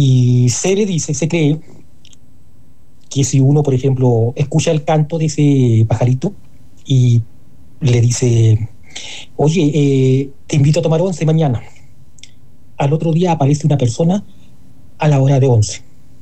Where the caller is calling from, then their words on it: Chile